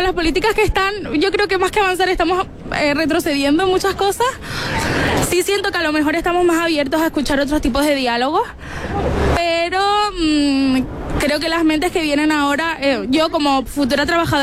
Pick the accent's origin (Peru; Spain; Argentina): Spain; Soy la única española en un piso de Erasmus. Sí, en mi propio país he hablado muy poco español, la verdad.